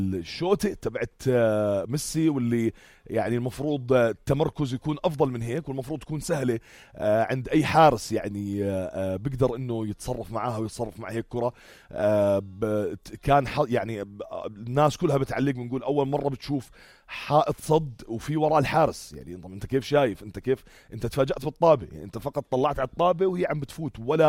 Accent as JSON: {"language": "Arabic", "country": "Jordan"}